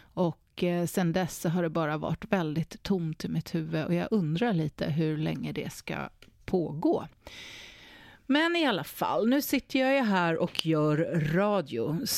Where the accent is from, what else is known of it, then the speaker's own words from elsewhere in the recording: Stockholm, Stockholm County, Sweden; moved away; Jag kommer ju från Stockholm, om man inte har hört det på min dialekt redan.